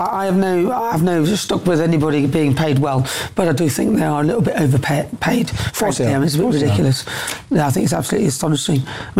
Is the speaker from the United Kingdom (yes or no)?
yes; Newcastle upon Tyne, North East England, United Kingdom; I'm from Newcastle, actually.